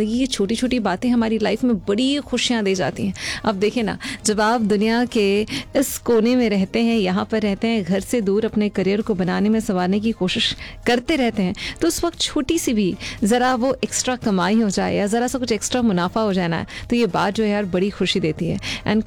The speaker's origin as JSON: {"language": "Hindi", "town": "Raipur", "region": "Chhattisgarh", "country": "India", "said": "मैं भारत से आती हूँ, भारत के स्टेट राज्य छत्तीसगढ़ से मैं आती हूँ। छत्तीसगढ़ में रायपुर जो है वो मेरे शहर का नाम है और वैसे छत्तीसगढ़ को धान का कटोरा भी कहा जाता है।"}